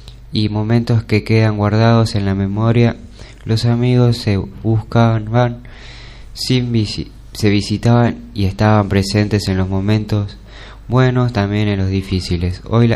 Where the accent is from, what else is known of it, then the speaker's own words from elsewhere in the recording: Argentina; Como argentino, uno siente un orgullo enorme de ver a nuestra selección llegar nuevamente hasta lo más alto